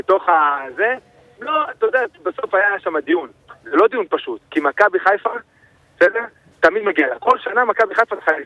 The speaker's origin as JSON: {"language": "Hebrew", "town": "Jerusalem", "region": "Jerusalem District", "country": "Israel", "tie": "born or raised there", "said": "גדלתי בירושלים"}